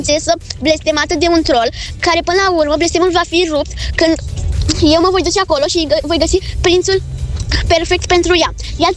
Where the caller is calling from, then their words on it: Berceni, Ilfov, Romania; din Comuna Berceni. Am 10 ani